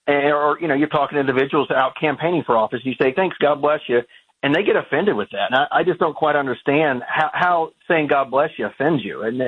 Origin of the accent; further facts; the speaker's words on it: Tennessee, United States; I'm from Tennessee, so in Nashville came up with.